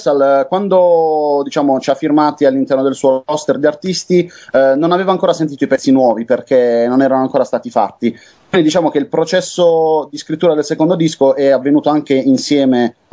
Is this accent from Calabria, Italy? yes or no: no; Apulia, Italy; born or raised there